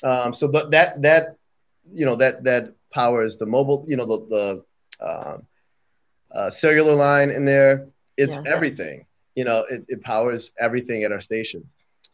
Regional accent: Detroit, Michigan, United States; I'm from Detroit, you know, myself, you know, and so, you know, I can't imagine them putting a bike lane on 7 Mile, for instance.

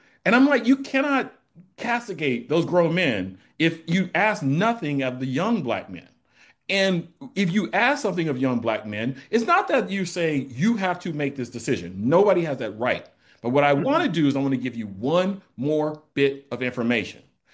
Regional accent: Inglewood, California, United States; I had made an educational leap that was well beyond what I had known growing up in Inglewood, California.

